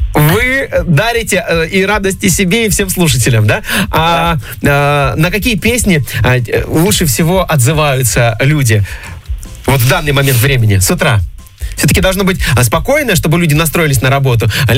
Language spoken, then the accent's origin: Russian; Krasnodar Krai, Russia; now in Krasnodar, Russia; я как сам выходец из черноморской станицы